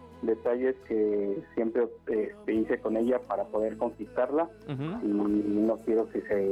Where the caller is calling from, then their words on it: Mexico City, Mexico; Aquí en la Gustavo Madero.